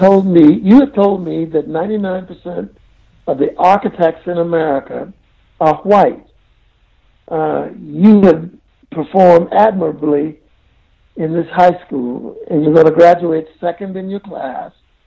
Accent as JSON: {"language": "English", "region": "the South", "country": "United States", "said": "I mean, I was a kid from the South. And here I was in Iowa"}